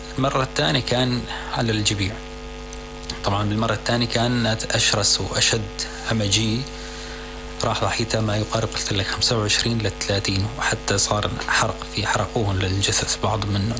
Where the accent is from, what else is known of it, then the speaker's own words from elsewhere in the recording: Idlib Governorate, Syria; فصار التحرير باتجاه مدينة جسر الشغور، نحن قريبين عليها.